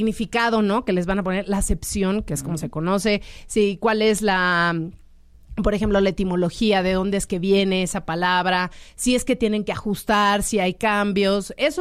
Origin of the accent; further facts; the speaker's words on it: Mexico; no es porque yo sea mexicana, obviamente me da mucho orgullo ser mexicana, pero... las personas que somos de México somos el grupo de hispanohablantes más grande que hay.